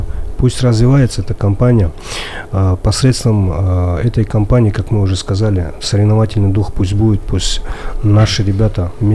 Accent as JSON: {"language": "Russian", "town": "Khasavyurt", "region": "Dagestan", "country": "Russia", "moved": "yes", "said": "В прошлом жил, бывших хасавюртовцев не бывает."}